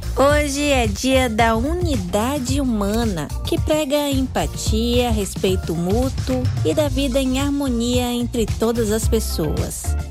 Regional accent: Mutuípe, Bahia, Brazil; Domingo é dia de São Roque, padroeiro lá da minha cidade, Mutuípe

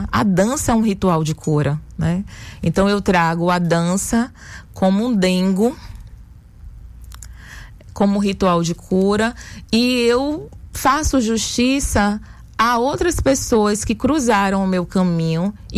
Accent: Salvador, Bahia, Brazil; Eu nasci no Engenho de Brotas.

